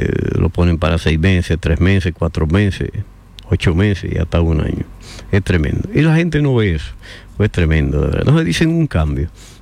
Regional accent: Dominican Republic; mi país, en República Dominicana

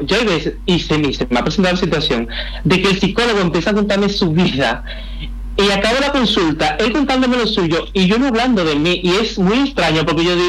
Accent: Dominican Republic; A mí, como dominicano

